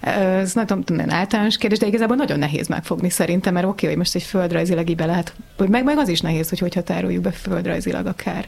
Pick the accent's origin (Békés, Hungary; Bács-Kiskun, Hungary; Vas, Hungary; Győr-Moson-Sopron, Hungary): Békés, Hungary; now in Budapest, Hungary; amikor hazamegyek, én Békésmegyei vagyok